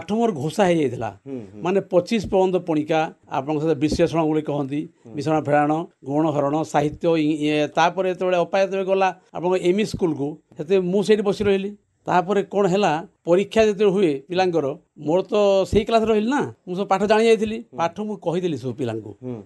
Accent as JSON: {"language": "Odia", "town": "Dahamunda", "region": "Odisha", "country": "India", "tie": "born there", "said": "ଉତ୍ତର ଭୋଗରାଇ ବ୍ଲକର ଗୋଟେ ଗାଁ ଅଛି ଦହମୁଣ୍ଡା ବୋଲି, ସେଇଟା ମୋର ଜନ୍ମସ୍ଥାନ।"}